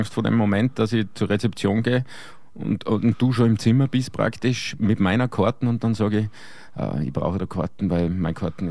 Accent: Salzkammergut, Austria; Also für diese Podcast-Live-Aufzeichnung aus meiner Heimat im Salzkammergut gibt es 2x2 Freikarten zu gewinnen.

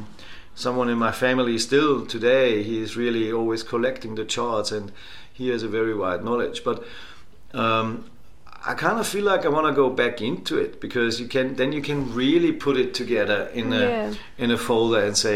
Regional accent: Austria; English is a second language; I'm from Austria, obviously.

